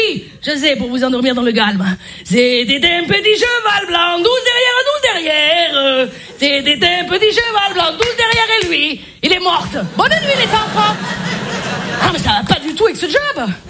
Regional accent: Marseille, Provence-Alpes-Côte d'Azur, France; accent: Marseille; Ah, je m'y connais, un accent, je suis marseillaise.

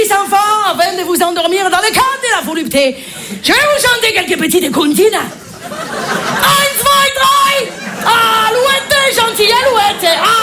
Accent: Marseille, Provence-Alpes-Côte d'Azur, France; accent: Marseille; Je m'y connais, l'accent, je suis marseillaise.

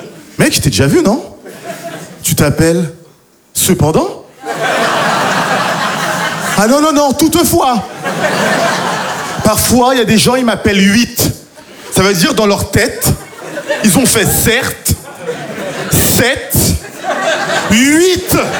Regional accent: Haiti; je suis d'origine haïtienne. J'aime beaucoup mon pays d'origine, Haïti.

